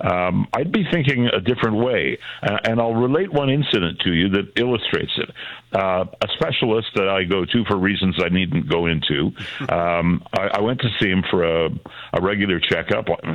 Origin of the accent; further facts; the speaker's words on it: Canada; That grieves me as a Canadian.